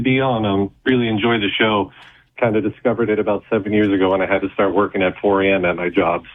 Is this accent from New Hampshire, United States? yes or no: yes; Henniker, New Hampshire, United States; So I grew up right in that area